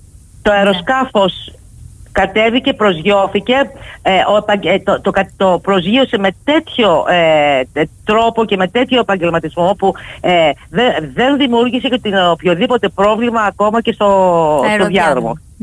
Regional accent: Greece; now in Zakynthos, Greece; Πραγματικά νιώθω περήφανη πρώτα σαν Ελληνίδα

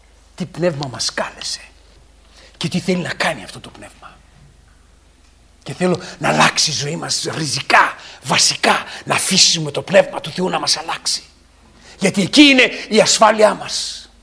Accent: Greece; Επειδή διαλέξαμε σαν έθνος να λατρεύουμε την κτήση μάλλον παρά τον κτήσατα.

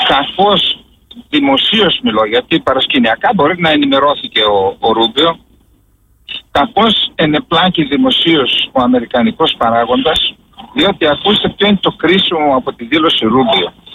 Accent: Greece; Στην Ελλάδα είμαστε Έλληνες, είμαστε.

